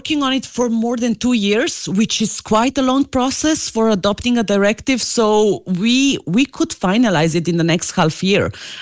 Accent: Slovenia; Look, I'm coming from Slovenia. In Slovenia, we banned unpaid internships in 2014.

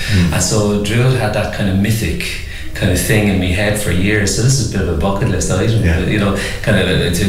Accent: Waterford, Munster, Ireland; I grew up in Waterford in the 90s

